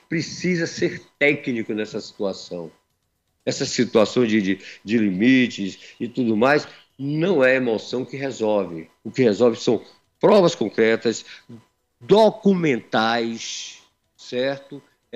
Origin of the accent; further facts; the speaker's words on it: Brazil; todos nós somos brasileiros